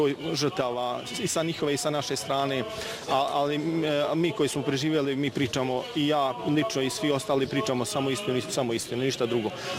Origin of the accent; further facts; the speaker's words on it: Bratunac, Republika Srpska, Bosnia & Herzegovina; Da, u Bratuncu ja živim, ja sam reči iz Bratunca.